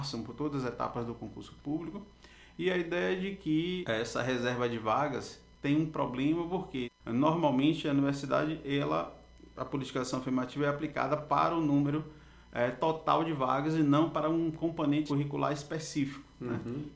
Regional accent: Bahia, Brazil; Eu sou da Bahia, né? Minha formação é lá na Universidade Federal da Bahia

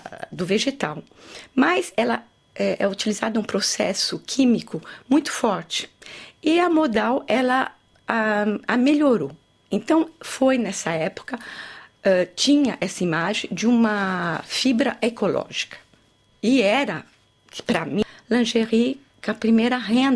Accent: Brazil; now in France; Vim do Brasil há mais de 30 anos e dizer eu quero ser uma estilista é como ir para o Brasil e dizer eu quero ser um jogador de futebol.

